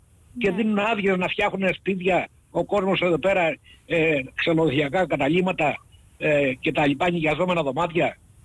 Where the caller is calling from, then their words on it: Greece; μια και είμαι από τον Αελιό